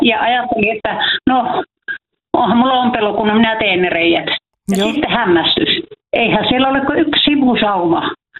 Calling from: Kemijärvi, Lapland, Finland; No niin, joo, minä olen Kemijärveltä. Minä olen se mummo, joka on aikaisemmin soittanut.

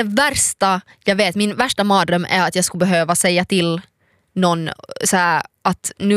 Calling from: Finland; som finländare så tycker man inte om att prata heller i onödan.

